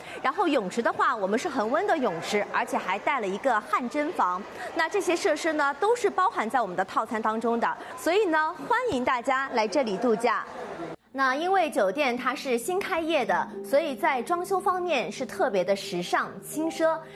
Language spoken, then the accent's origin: Chinese; Shanghai, China; 我们上海人